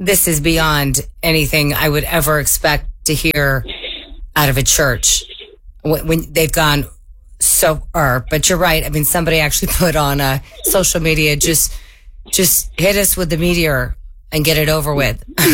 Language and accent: English; Kansas City, Missouri, United States; moved away; It's a total honor to be back in my hometown, Steve.